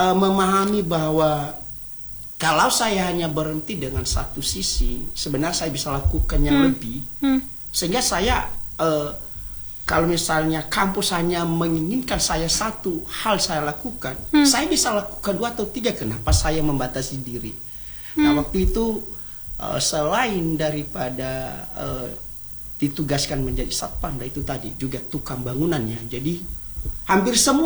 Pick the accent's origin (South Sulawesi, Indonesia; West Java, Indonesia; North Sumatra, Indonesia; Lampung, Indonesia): North Sumatra, Indonesia; Nias; moved away as an adult; also born or lived in Semarang / Medan